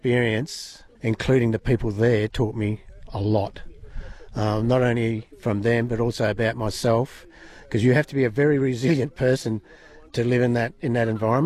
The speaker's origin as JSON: {"language": "English", "region": "Western Australia", "country": "Australia", "said": "Well, I come from the Kimberley, I reckon still Kimberley Ringers are better."}